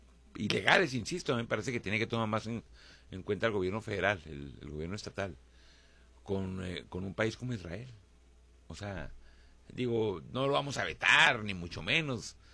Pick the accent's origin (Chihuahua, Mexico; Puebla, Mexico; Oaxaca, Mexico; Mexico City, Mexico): Chihuahua, Mexico; como mexicanos, como chihuahuenses